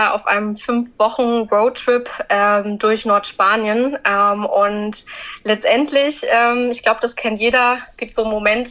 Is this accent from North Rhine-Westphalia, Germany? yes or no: no; Brandenburg, Germany; moved away as an adult; now in Hamburg, Germany; ich bin 25 Jahre alt. Ich lebe in Hamburg, aber bin gebürtige Südbrandenburgerin, also genau genommen aus der Niederlausitz.